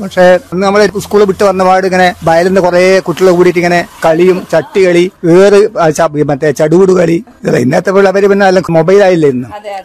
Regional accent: Kerala, India; ജനിച്ചു വളർന്നത് ഇവിടെ തന്നെ.

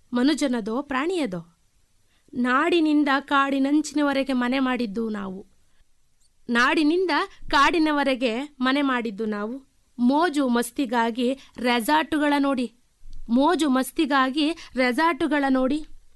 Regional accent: Nanjangud, Karnataka, India; ನಾನು ಮೈಸೂರು ಜಿಲ್ಲೆಯ ನಂಜನಗೂಡಿನವಳು. … ಹಾಗೂ ತಾಯಿ ಕಮಲಾಕ್ಷಮ್ಮ. ನಾನು ಹುಟ್ಟಿದ್ದು ಬೆಳೆದುದ್ದು ಎಲ್ಲವೂ ನಂಜನಗೂಡಿನಲ್ಲೇ. ನನ್ನ ಪ್ರಾಥಮಿಕ ಶಿಕ್ಷಣದಿಂದ ಪದವಿ ಹಂತದವರೆಗೂ ಸಹ ನಾನು ನಂಜನಗೂಡಿನಲ್ಲೇ ಓದಿದ್ದು.

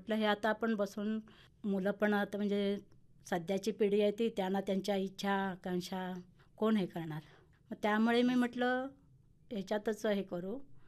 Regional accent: Rajapur, Maharashtra, India; moved away as an adult; now in Agave, Lanja, India; माझं माहेर राजापूर.

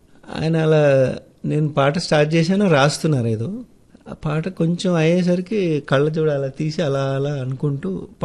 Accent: Satapur, Telangana, India; మా ఊరు చాలా బాగుంటుంది. చిన్నప్పుడు మా నాన్న బాగా స్ట్రిక్ట్గా పెంచేవాళ్ళు అనమాట.

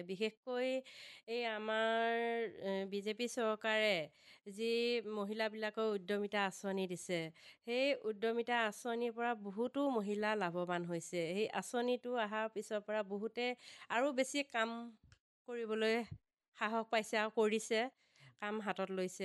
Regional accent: Morigaon, Assam, India; হয়, মৰিগাঁও দণ্ডুৱাত আমাৰ গাঁওখন খুবেই সুন্দৰ।

